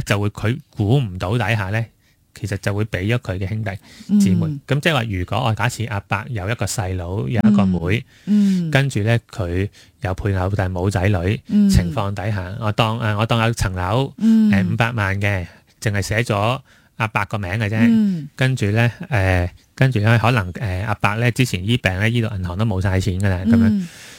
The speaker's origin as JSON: {"language": "Cantonese", "country": "Hong Kong", "said": "其實我哋香港人咧"}